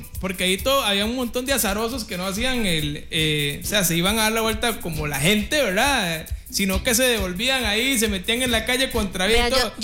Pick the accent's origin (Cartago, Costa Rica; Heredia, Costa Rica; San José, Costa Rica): Heredia, Costa Rica; yo soy de Heredia.